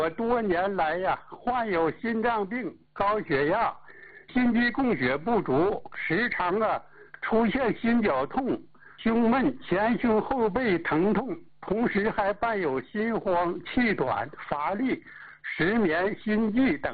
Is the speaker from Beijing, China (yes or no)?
no; Changchun, Jilin, China; 我来自吉林长春的， … 80岁高龄了，老师。